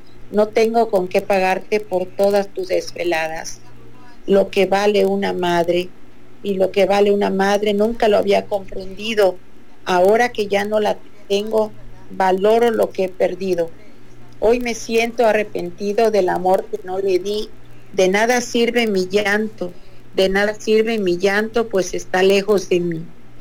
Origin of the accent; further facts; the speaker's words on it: Cuscatlán, El Salvador; now in Texas City, United States; Yo soy de Cuscatlán, Guimas, Cuscatlán, El Salvador, pero estoy radicando en Texas City.